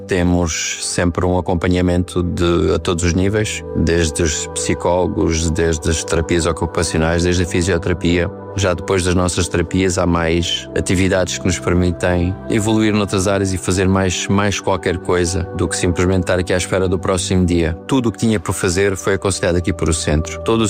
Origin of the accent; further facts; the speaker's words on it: Beja, Alentejo, Portugal; eu venho de Beja e venho aqui fazer a minha reabilitação